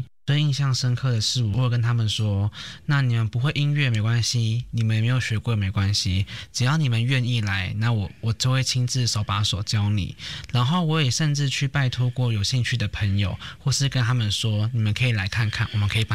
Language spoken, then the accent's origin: Chinese; Taiwan; 我们家乡回兰